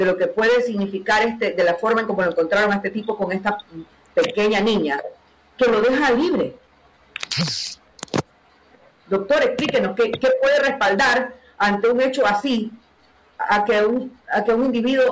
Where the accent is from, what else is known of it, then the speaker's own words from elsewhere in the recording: Guayaquil, Guayas, Ecuador; lo que nos interesa como guayaquileños